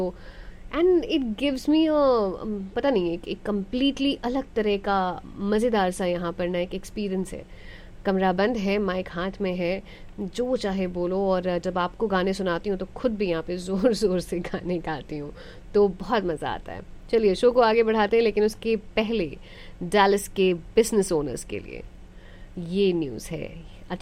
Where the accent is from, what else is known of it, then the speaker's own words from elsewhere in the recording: Patna, Bihar, India; मेरे शहर की है, पटना की है, बड़े ही गर्व से।